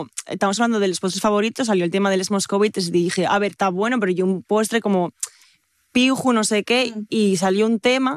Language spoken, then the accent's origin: Spanish; Asturias, Spain; born there; nací en Asturias